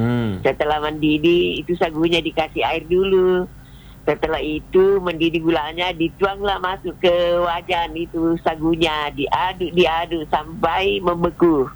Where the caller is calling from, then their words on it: Palopo, South Sulawesi, Indonesia; kita orang Palopo